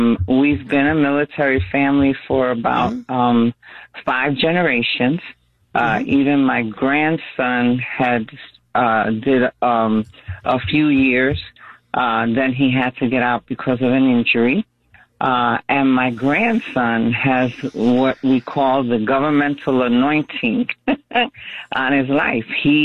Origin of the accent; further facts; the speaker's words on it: Bronx, New York, United States; I'm a Bronx girl, first of all.